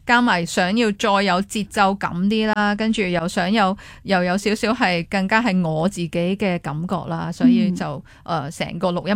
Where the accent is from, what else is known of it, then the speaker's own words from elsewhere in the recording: Hong Kong; 我系香港人唱泰文歌，